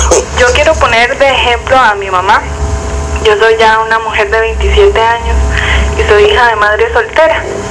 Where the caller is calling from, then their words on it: Heredia, Costa Rica; Vivimos en una zona que ahora se considera muy peligrosa. Yo vivo en Guararí de Heredia